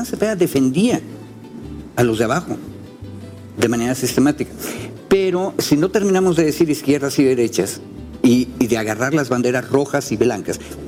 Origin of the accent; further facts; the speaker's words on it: Mexico; yo no soy colombiano, pero igual que en México